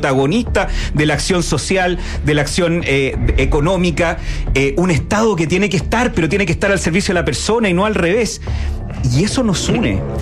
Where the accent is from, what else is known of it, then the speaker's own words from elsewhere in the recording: Chile; nos formamos, nos criamos, nos educamos en el Chile de los supercampeones, de Dragon Ball Z, de los Caballeros del Zodiaco.